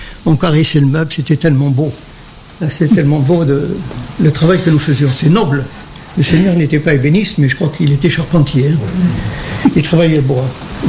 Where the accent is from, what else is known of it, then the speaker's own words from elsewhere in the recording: Algeria; me dit, d'où tu es, toi? Je suis d'Algérie.